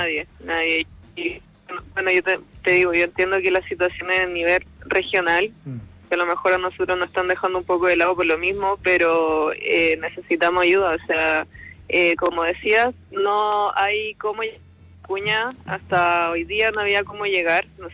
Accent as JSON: {"language": "Spanish", "country": "Chile", "said": "si somos los chilenos vamos a salir adelante de esto de alguna, sí, forma."}